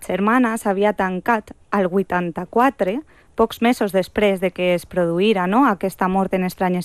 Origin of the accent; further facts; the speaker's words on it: Bicorb, Valencian Community, Spain; born there; Volia que mencionares el meu poble.